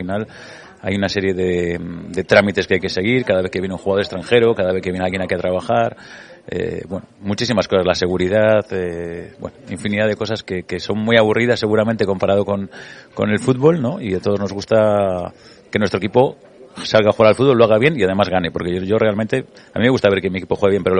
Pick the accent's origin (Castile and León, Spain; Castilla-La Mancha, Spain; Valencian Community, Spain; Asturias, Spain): Castile and León, Spain; Valladolid; yo soy vallisoletano, el Valladolid es el equipo desde que soy niño.